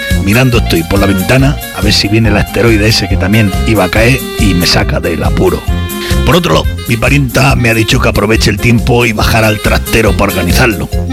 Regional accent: Spain; Como buenos españoles que somos, la única manera de salvar el país es haciendo lo que mejor se nos da.

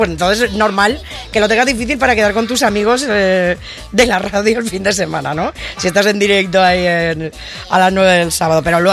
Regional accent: Aragon, Spain; now in Barbastro, Spain; te has elegido alguien de mi tierra, que ellos son de Zaragoza, ¿eh? Y yo estoy en Aragón.

